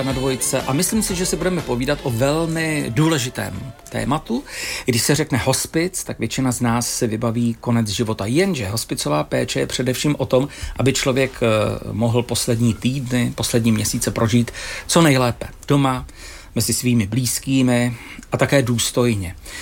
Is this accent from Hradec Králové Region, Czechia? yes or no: yes; Stěžery, Hradec Králové Region, Czechia; born there; Já jsem se narodil ve Stižerách, to je u Hradce Králové